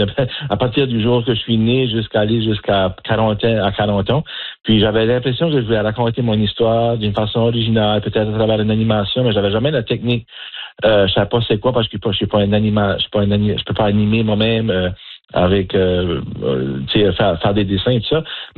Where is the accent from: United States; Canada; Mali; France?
Canada; Acadia; mais je suis acadien, je suis père de famille